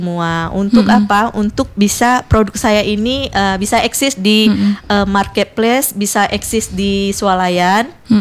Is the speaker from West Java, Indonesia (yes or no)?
no; Bengkalis, Riau, Indonesia; now in Pekanbaru, Indonesia; saya asli orang Megalis.